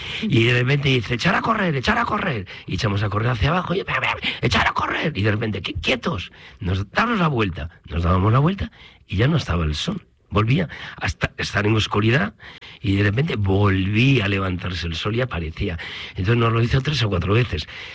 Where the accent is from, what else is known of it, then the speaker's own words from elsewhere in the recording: Ourense, Galicia, Spain; Yo soy niño de aldea, tengo la suerte de... Soy de Urense capital, pero soy niño de aldea.